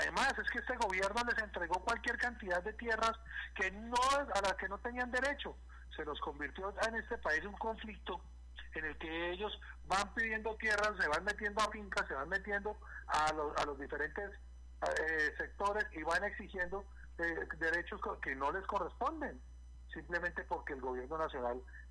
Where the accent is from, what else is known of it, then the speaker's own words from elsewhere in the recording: Colombia; así como ellos son colombianos, nosotros somos colombianos.